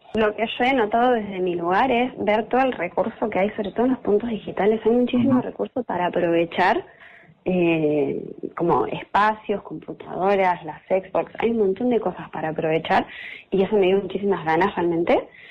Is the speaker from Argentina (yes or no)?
yes; Esquel, Chubut, Argentina; also born or lived in Córdoba; Bueno, yo soy acá de Esquel, soy nacida y criada acá en Esquel. Me fui a estudiar a Córdoba, estudié letras en Córdoba, estudié la tecnicatura en corrección de textos y profesorado en letras. Me volví a Esquel en 2019